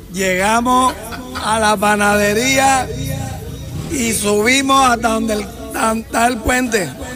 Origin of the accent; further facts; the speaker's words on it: Barranquilla, Atlántico, Colombia; accent: costeño; now in Los Llanos, Colombia; De Barranquilla para el Llano.